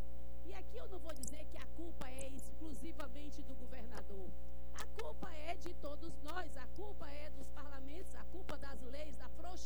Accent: Fortaleza, Ceará, Brazil; eu fui criada desde os primeiros passos na Igreja Evangélica Assembleia de Deus, aqui, bem pertinho, no bairro do Amadeu Furtado.

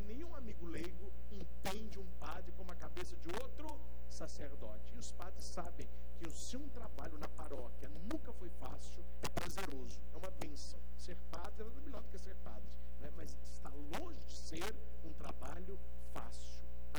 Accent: Minas Gerais, Brazil; Eu falei: eu sou mineiro.

